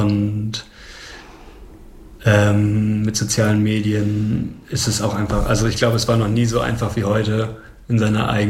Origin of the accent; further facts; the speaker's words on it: Schleswig-Holstein, Germany; Also ich komme aus der Nähe von Flensburg. auch aus dem dörflichen Raum oder ländlicheren Raum.